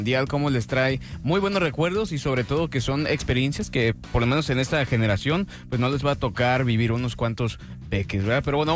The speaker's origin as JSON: {"language": "Spanish", "region": "Sinaloa", "country": "Mexico", "said": "soy de Sinaloa"}